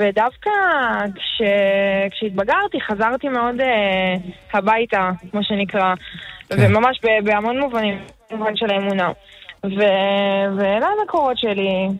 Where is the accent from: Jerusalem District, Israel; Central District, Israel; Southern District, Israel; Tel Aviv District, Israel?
Southern District, Israel; Netivot; אני גדלתי בבית מסורתי, אני מגיעה גדלתי בנתיבות, שמרנו שבת בבית